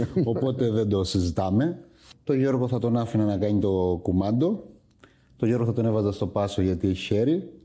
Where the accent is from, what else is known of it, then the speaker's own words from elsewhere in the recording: Koxare, Crete, Greece; στο χωριό μου την Κόξαρη